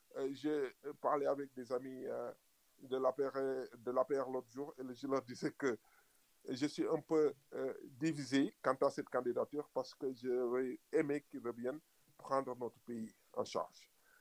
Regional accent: Senegal; en tant qu'Africain, en tant que Sénégalais

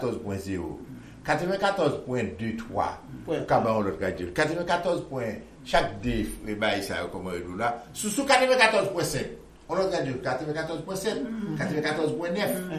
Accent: Haiti; Je suis haïtien, je suis tout haïtien.

